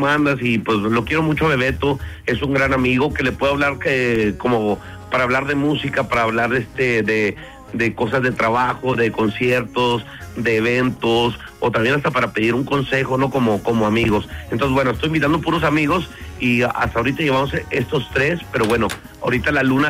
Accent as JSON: {"language": "Spanish", "region": "Chihuahua", "country": "Mexico", "said": "Yo soy de Chihuahua, pero yo creo que en Sonora fue donde descubrí mi verdadera pasión por la música de banda."}